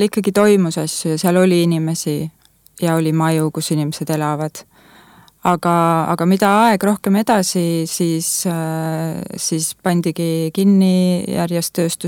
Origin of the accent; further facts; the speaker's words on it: Kohtla-Järve, Ida-Viru County, Estonia; ma olen Kohtla-Järvelt pärit